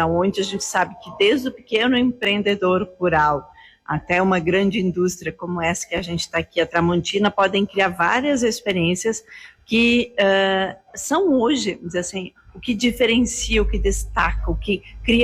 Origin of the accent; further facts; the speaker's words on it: Rio Grande do Sul, Brazil; born there; moved away as an adult; also born or lived in Porto Alegre / Bento Gonçalves / Garibaldi; Eu quis voltar e justamente para contribuir com o desenvolvimento dessa região, né? Onde eu nasci